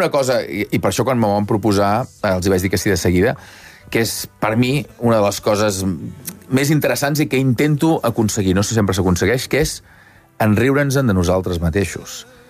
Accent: Sant Feliu de Buixalleu, Catalonia, Spain; Jo vaig ser d'escolanet 10 anys. És a dir, al meu poble, a Sant Feliu de Buixalleu.

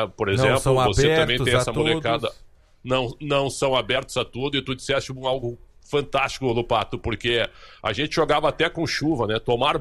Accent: Porto Alegre, Rio Grande do Sul, Brazil; also born or lived in São Paulo; Nós que somos de Porto Alegre, né Paula? Eu joguei na várzea de Porto Alegre

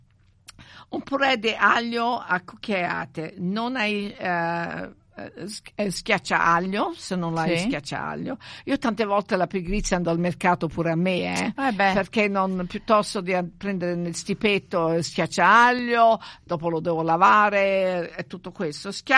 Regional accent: Milan, Lombardy, Italy; Io che sono milanese.

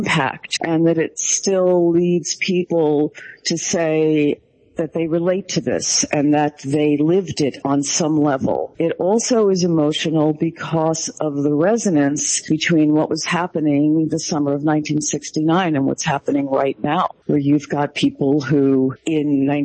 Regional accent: New York City, New York, United States; now in California, United States; We grew up in Brooklyn, but this is where they all wound up. I left New York and I've been in California for decades, but I'm spending this summer in New York

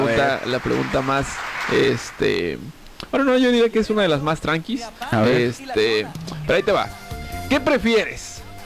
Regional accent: Mexico; Somos el futuro de México

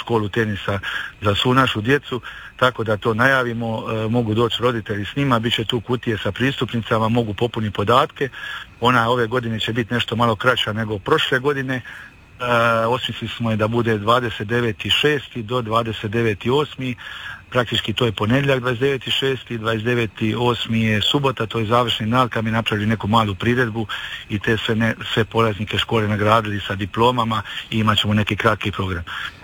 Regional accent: Dubrovačko primorje, Dubrovnik-Neretva County, Croatia; jer eto, ja sam porijeklom iz Dubrovačkog primorja, pa sam želio to omogućiti mojim primorcima

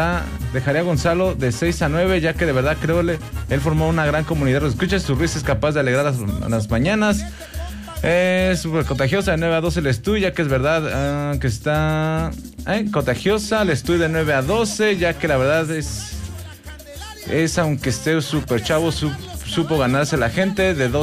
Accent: Bernal, Querétaro, Mexico; te estoy escuchando desde Valvaneras, pero somos de la Peña de Bernal

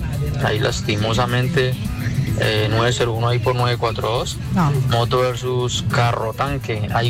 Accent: Valle del Cauca, Colombia; lo que somos nosotros los vallecaucanos.

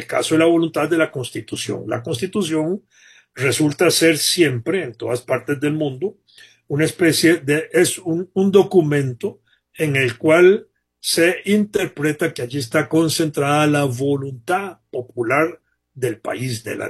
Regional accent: Costa Rica

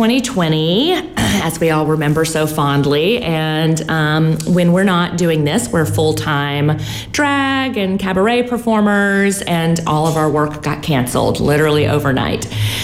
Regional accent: Louisiana, United States; I grew up in Louisiana, grew up eating them.

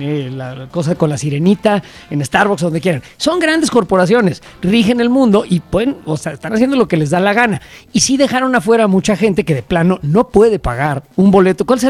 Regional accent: Mexico; estamos todos unidos para el fútbol, sin duda, como mexicanos

